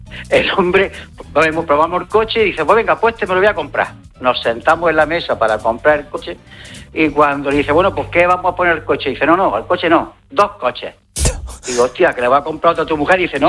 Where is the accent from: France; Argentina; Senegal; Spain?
Spain; Almería, Andalusia; now in Málaga, Spain; Yo soy de Almería, aunque ahora vivo en Málaga.